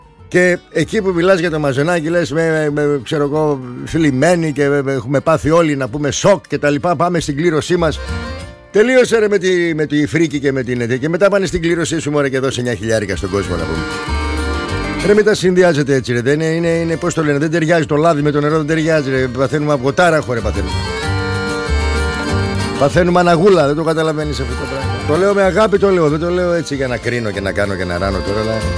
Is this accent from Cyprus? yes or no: no; Macedonia, Greece; Και εμείς Μακεδόνες είμαστε.